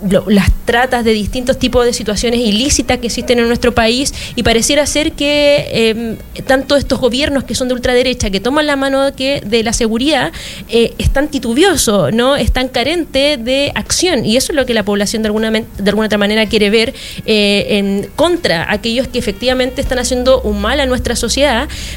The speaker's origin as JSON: {"language": "Spanish", "region": "Valparaíso", "country": "Chile", "said": "porque somos porteñas"}